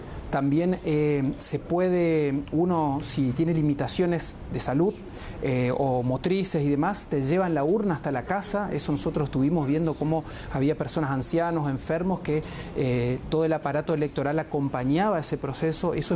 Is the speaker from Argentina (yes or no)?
yes; Argentina; por lo menos yo que vengo desde Argentina